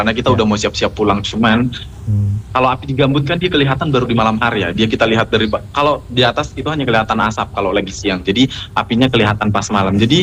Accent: Sumatra, Indonesia; moved away; latar belakang saya juga dari indigenous community, saya berasal dari Sumatera yang memiliki hutan dan juga hukum adat seperti itu.

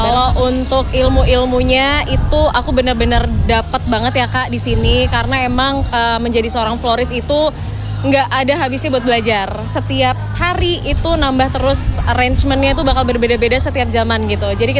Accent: Surabaya, East Java, Indonesia; Saya dari Surabaya asli sih

